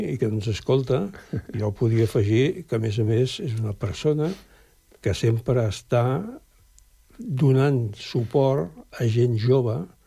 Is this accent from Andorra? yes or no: yes; Andorra; born there; Clar, bueno, som nascuts a Andorra, per les circumstàncies també especials.